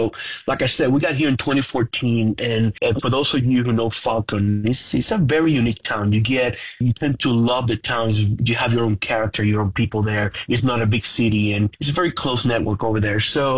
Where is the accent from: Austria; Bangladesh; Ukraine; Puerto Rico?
Puerto Rico; San Juan; moved away as an adult; now in Colorado Springs, United States; I'm actually originally from San Juan, Puerto Rico. I was born and raised in the island.